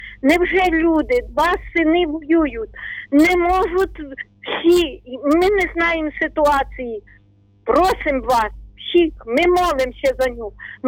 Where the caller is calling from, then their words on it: Ternopil Oblast, Ukraine; Ми з України. Тернопільщина